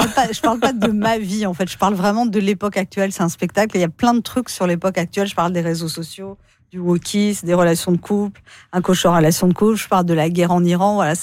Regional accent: France; les gens qui viennent, ils savent que je suis française.

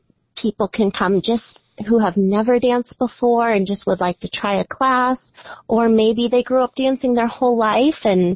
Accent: Illinois, United States; moved away as an adult; also born or lived in Kansas City; Sure. Well, I grew up in the Chicago suburbs, and I started my serious dance training at Judith Follander School of Ballet.

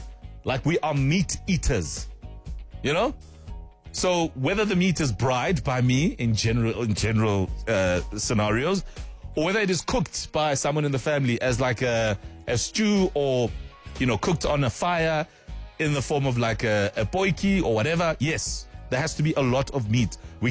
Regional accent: South Africa; And that is the one thing that we as South African families all have in common.

